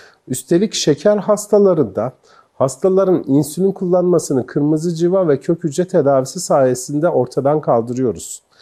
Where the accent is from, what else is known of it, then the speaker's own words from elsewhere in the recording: Gaziantep, Turkey; Memleketim Gaziantep bu arada.